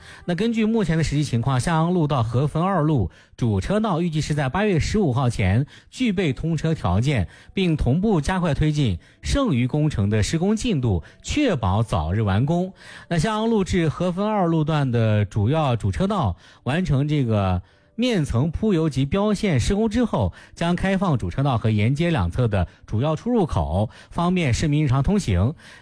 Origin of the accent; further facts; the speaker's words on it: Shanxi, China; 我们山西人要午休啊。